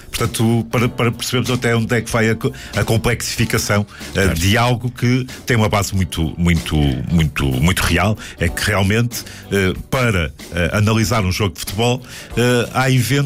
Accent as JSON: {"language": "Portuguese", "country": "Portugal", "said": "nós enquanto portugueses"}